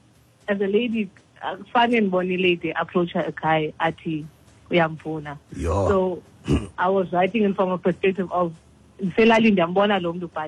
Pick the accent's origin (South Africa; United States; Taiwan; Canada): South Africa; I'm all about South Africa and what we all about as a South African